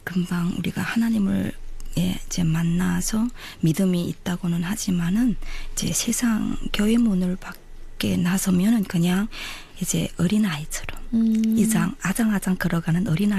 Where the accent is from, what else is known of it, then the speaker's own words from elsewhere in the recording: North Hamgyong, North Korea; moved away as an adult; also born or lived in China; now in South Korea; 남한 정착 1년차 함경북도가 고향인